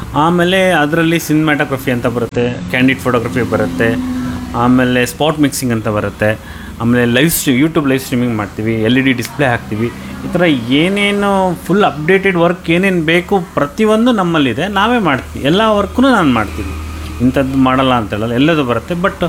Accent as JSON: {"language": "Kannada", "town": "Shivamogga", "region": "Karnataka", "country": "India", "tie": "born or raised there", "said": "ನಾನು ಹುಟ್ಟಿ ಬೆಳೆದಿರೋದೆಲ್ಲ ಆ್ಯಕ್ಚುಲಿ ಜಾಸ್ತಿ ಕಳೆದಿರೋದೆಲ್ಲ ಶಿವಮೊಗ್ಗದಲ್ಲೇ. ನಾನು 7th ಹಿಡಿದು ಇಷ್ಟು ಈ ಏಜ್ ತನಕ ಬಂದಿರೋದೆಲ್ಲ ಶಿವಮೊಗ್ಗದಲ್ಲೇ. ನನ್ನ ಲೈಫನ್ನೆಲ್ಲ ನಡೆದಿರೋದು ಮಾಡಿರೋದೆಲ್ಲ ಶಿವಮೊಗ್ಗದಲ್ಲೇ."}